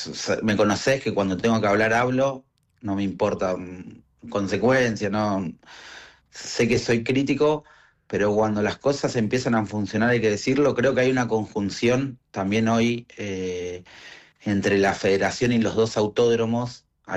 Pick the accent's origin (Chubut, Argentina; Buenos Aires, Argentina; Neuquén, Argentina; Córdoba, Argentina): Chubut, Argentina; Rawson; yo soy de Rawson y nuestro autódromo es Trelew, es un gran autódromo.